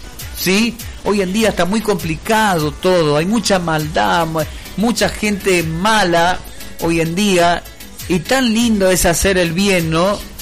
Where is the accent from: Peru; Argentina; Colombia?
Argentina; Puerto Iguazú, Misiones; Yo amo a Iguazú con toda mi alma, yo amo a mi pueblo